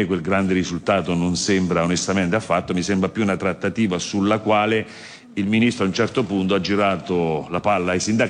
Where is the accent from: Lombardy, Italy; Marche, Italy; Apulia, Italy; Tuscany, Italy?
Marche, Italy